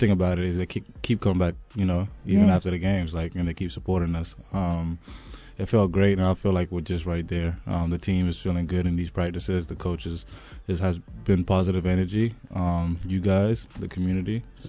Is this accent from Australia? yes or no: yes; Perth, Western Australia, Australia; moved away; also born or lived in Melbourne; No, I grew up in Perth, but my family's in Melbourne. I spent some brief time in Melbourne before I went to the States.